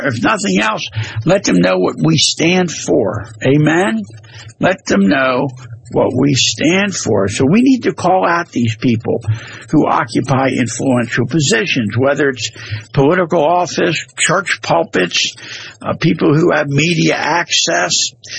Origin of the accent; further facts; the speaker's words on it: Maryland, United States; here in my home state of Maryland.